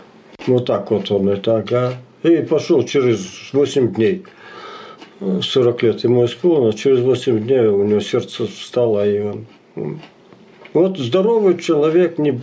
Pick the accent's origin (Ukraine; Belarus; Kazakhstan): Kazakhstan; moved away as an adult; now in Russia; Ну, родился я в 52-м году в Казахстане. На поселении был под комендатурой рожденный ягаик, и сейчас я как репрессированный немец, да.